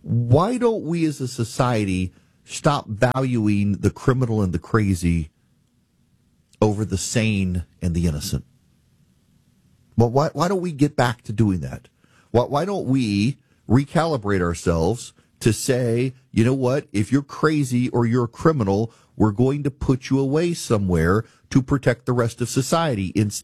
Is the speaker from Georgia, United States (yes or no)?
yes; Georgia, United States; reopened Central State Hospital in Georgia, the mental hospital in your state, the mental hospital in my hometown